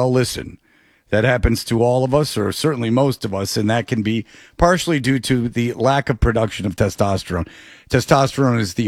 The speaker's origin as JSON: {"language": "English", "country": "Canada", "said": "I'm Canadian and horny and naked."}